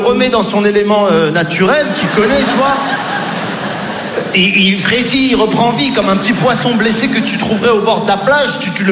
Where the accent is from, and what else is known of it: Morocco; born there